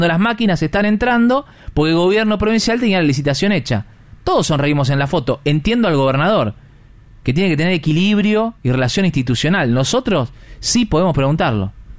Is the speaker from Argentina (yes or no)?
yes; Santa Fe, Argentina; como santafesino, como contribuyente